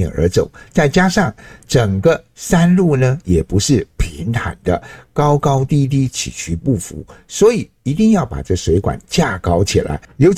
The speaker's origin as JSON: {"language": "Chinese", "country": "Taiwan", "tie": "born or raised there", "said": "就好像小时候在我老家巴卡山部落里，所有的族人们呢都使用过用竹子做成水管"}